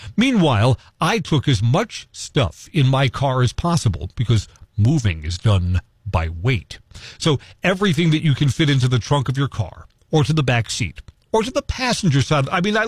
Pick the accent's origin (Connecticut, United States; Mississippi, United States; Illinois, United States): Connecticut, United States; Fairfield; born or raised there; also born or lived in Brooklyn